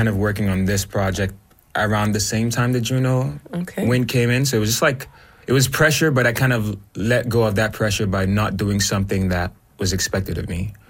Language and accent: English; Nigeria; now in Canada; because I'm Nigerian. I was Nigerian. Mm-hmm. But I've also been in Canada for about 17 years. So I'm like hybrid in a sense.